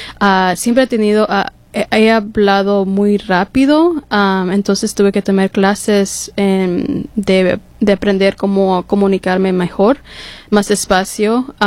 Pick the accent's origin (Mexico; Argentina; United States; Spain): United States; Washington; Spanish is a second language; also born or lived in California; Pero soy de Washington. Pero soy washingtonia.